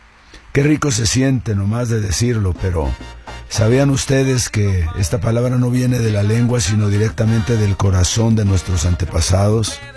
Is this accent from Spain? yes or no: no; Mexico; los mexicanos somos expertos en ponerle azúcar a la vida